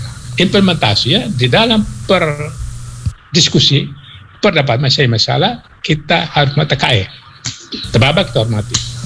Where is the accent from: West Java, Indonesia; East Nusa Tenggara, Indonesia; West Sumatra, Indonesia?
East Nusa Tenggara, Indonesia; Ende; Perkembangan zaman kita harus akomodir, tapi tidak boleh menghilangkan identitas kita sebagai orang Ende.